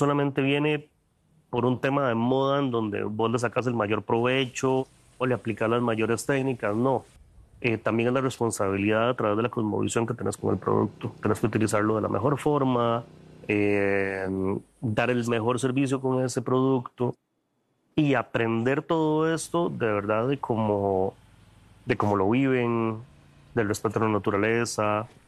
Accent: Costa Rica; en mi cabeza ni como cocinero ni como costarricense que existían.

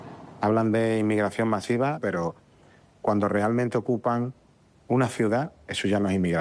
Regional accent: Ceuta, Spain; Yo tengo ya 50 años, llevo toda la vida en Ceuta. Yo nací aquí en Ceuta, soy hijo de inmigrantes.

